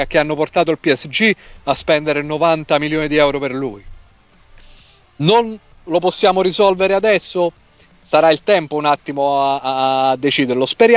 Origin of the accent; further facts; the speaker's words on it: Minturno, Lazio, Italy; io sono di Minturno